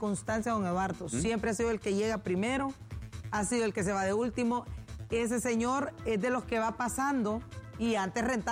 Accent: Honduras; así como hondureño

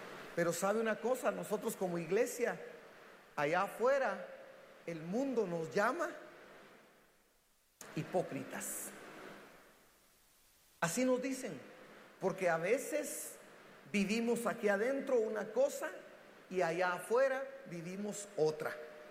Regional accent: Guatemala; Como latinos, como chapines, somos muy políticos, ¿verdad?

